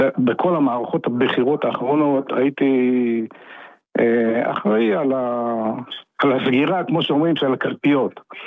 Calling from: Jerusalem, Jerusalem District, Israel; אני מירושלים.

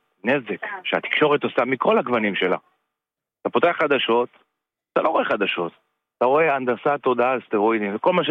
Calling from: the Krayot, Haifa District, Israel

